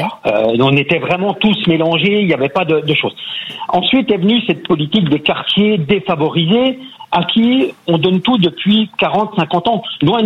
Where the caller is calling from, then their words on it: Bourgogne-Franche-Comté, France; moi j'habite le petit village de Courcelles-lès-Quinger, donc on est à 25 km de Besançon.